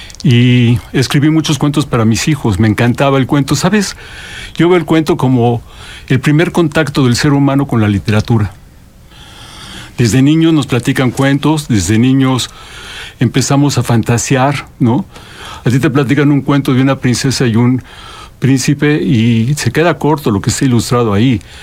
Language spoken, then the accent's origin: Spanish; Mexico City, Mexico; Soy de la Ciudad de México.